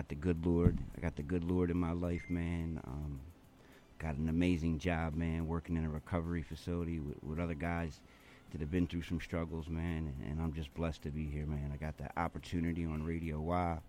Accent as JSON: {"language": "English", "town": "Philadelphia", "region": "Pennsylvania", "country": "United States", "said": "I'm from North Philadelphia."}